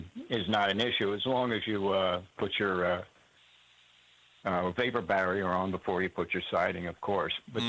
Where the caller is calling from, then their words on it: Montana, United States; I'm calling you from Montana